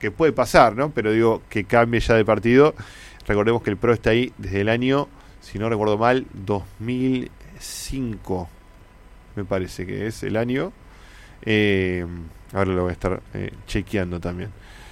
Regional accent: Buenos Aires Province, Argentina; quienes somos bonaerenses

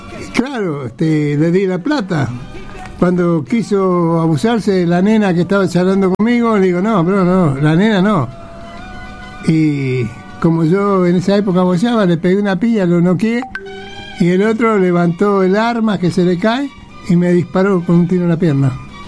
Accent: Buenos Aires, Argentina; born there; nací en Pompeya, soldate, Tabaré al 2300.

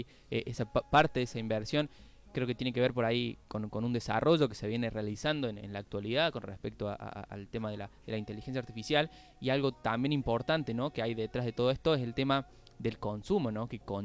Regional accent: Argentina

